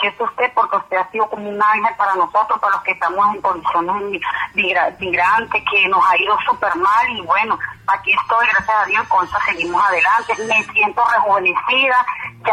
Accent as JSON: {"language": "Spanish", "country": "Venezuela", "lives_now": "Colombia", "said": "Lo llamo de acá, de Guardia Antioquia. Maestro Eduardo, yo vivo acá. Mi esposo es conductor, soy venezolana."}